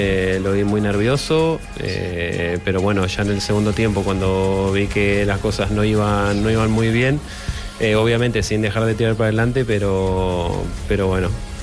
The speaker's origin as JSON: {"language": "Spanish", "country": "Argentina", "said": "como todo argentino soy un gran admirador de Lionel Messi."}